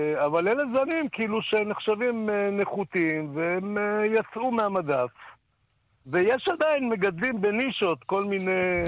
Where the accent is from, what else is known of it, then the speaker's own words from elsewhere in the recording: Dimona, Southern District, Israel; moved away; אני תמיד מאז שהייתי ילד קטן, אני במקור מדימונה.